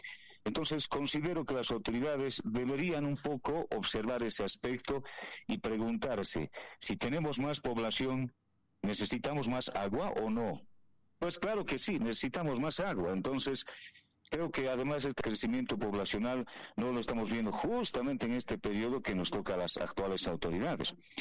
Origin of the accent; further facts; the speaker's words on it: Potosí, Bolivia; somos más los potosinos